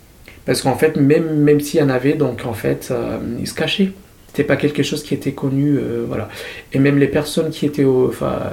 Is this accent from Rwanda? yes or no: yes; Rwanda; moved away; Je viens du Rwanda et j'étais et je suis toujours un activiste gay depuis le Rwanda.